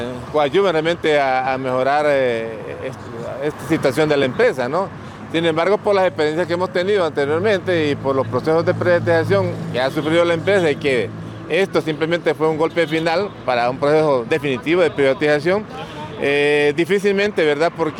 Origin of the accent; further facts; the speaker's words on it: Honduras; pagamos los hondureños.